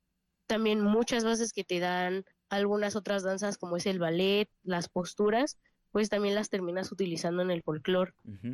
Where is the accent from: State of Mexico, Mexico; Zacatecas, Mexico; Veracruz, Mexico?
Veracruz, Mexico; Poza Rica